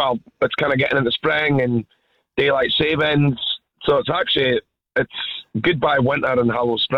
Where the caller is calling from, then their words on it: Wanaka, Otago, New Zealand; I'm calling from Wanaka, mate.